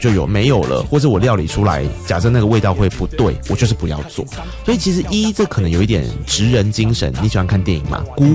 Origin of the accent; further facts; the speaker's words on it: Tainan, Taiwan; moved away; 当我离开故乡那么多年了，我再回头去感受我的故乡的时候，